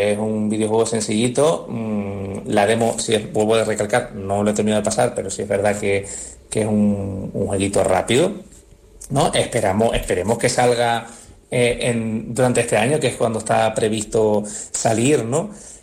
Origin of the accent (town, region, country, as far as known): Canary Islands, Spain